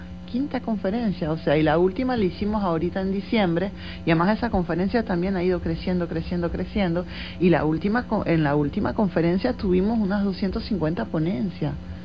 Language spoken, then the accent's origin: Spanish; Venezuela; como venezolanos, como venezolanas